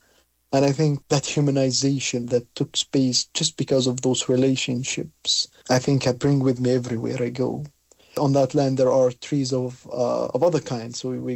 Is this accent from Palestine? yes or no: yes; Palestine; When I tell people I'm from Palestine